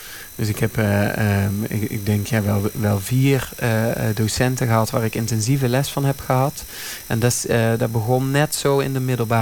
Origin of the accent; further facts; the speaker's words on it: Grave, North Brabant, Netherlands; now in Vught, Netherlands; Nee, ik kom uit Grave, een vestingstadje aan de Maas. Daar ben ik geboren.